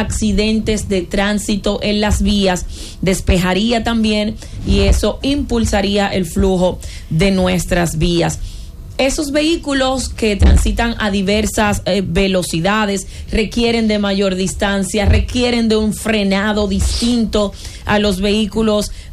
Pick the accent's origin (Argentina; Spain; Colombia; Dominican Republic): Dominican Republic; lo que somos los dominicanos